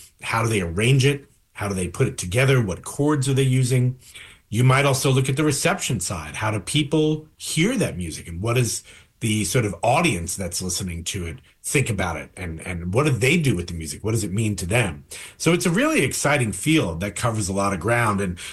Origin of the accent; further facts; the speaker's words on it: New York, United States; I didn't know those as names growing up in New York